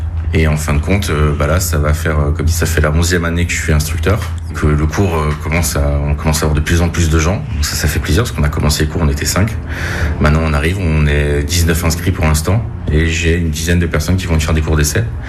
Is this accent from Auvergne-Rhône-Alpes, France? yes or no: no; Grand Est, France; now in Toulouse, France; En fait, je suis pas du tout toulousain. Je suis un importé. Je suis alsacien d'origine. Et du coup, je suis venu faire mes études universitaires à Toulouse.